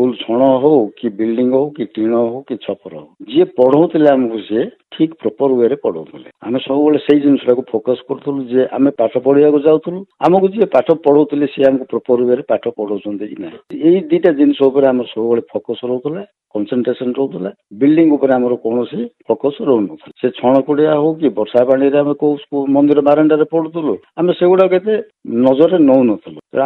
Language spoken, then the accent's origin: Odia; Rayagada, Odisha, India; born there; ମୋର ନିଜ ଜନ୍ମସ୍ଥାନ ହେଲା ରାୟଗଡ଼ା, ବର୍ତ୍ତମାନ ସେଟା ରାୟଗଡ଼ା ଜିଲ୍ଲା ରାୟଗଡ଼ା ସହର। ମୁଁ ଯେତେ 1960 ମସିହାରେ ମୋର ଜନ୍ମ